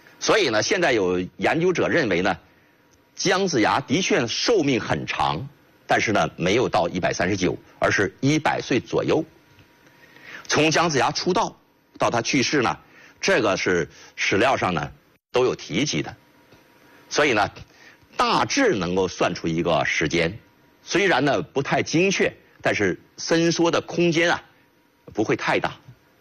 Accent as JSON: {"language": "Chinese", "country": "China", "said": "我们中国人的精神追求"}